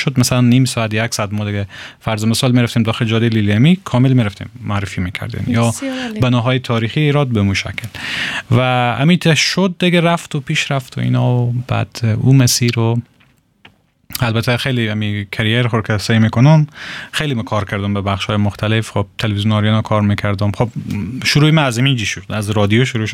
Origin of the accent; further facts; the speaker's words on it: Herat, Afghanistan; و متولد هراتم.